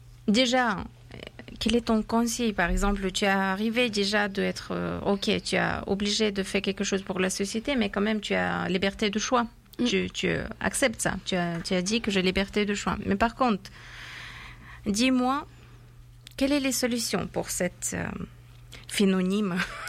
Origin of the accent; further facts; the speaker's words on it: Afghanistan; French is a second language; moved away; j'ai un visage de mon pays d'origine, d'Afghanistan, dans ma tête